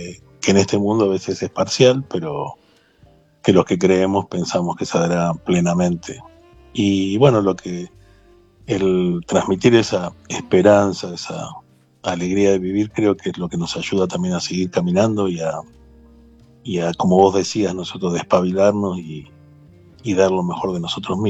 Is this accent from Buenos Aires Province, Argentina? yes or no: yes; Chacabuco, Buenos Aires Province, Argentina; born there; moved away; cuando voy para mi pueblo, porque yo soy de Chacabuco, provincia de Buenos Aires